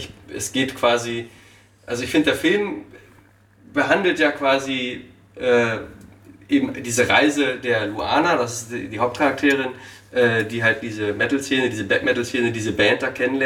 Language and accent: German; Osnabrück, Lower Saxony, Germany; Also ich komme aus Osnabrück, Norddeutschland.